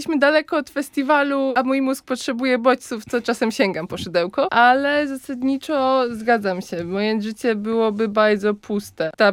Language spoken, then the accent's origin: Polish; Łódź, Łódź Voivodeship, Poland; born there; also born or lived in Warsaw; Jestem łodzianką z przywiezienia, jak miałam tutaj 2 dni, z Warszawy, więc jestem trochę stolicowa, trochę łódzka.